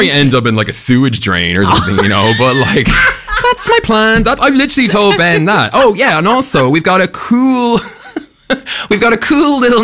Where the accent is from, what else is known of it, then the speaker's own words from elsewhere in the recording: Ireland; Ah, growing up in Ireland